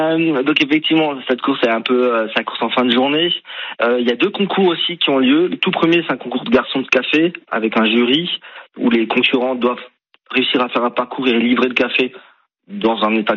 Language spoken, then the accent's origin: French; Grand Est, France